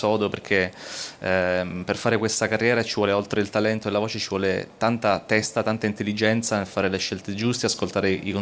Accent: Sicily, Italy; now in Weimar, Germany; 3 settimane in Sicilia, sono siciliano, vado un po' a casa anche perché da un anno a questa parte lavoro, vivo in Germania, Weimar.

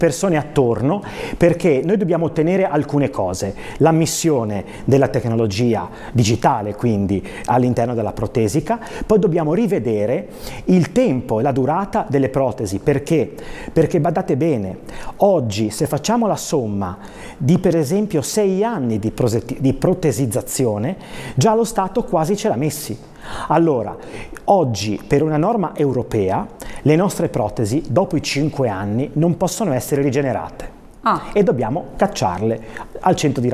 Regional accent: La Spezia, Liguria, Italy; Perché io che vengo da Spezia e sono sindaco del Golfo di Spezia

